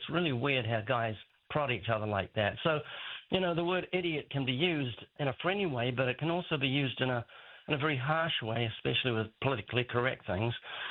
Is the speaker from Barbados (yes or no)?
no; New Zealand; born there; You said I was born in New Zealand. You missed out the fact that I was born there twice.